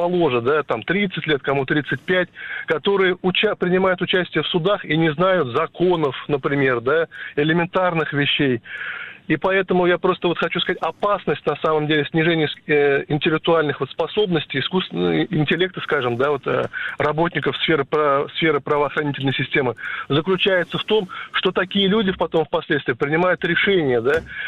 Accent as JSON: {"language": "Russian", "town": "Kazan", "region": "Tatarstan", "country": "Russia", "said": "я из Казани"}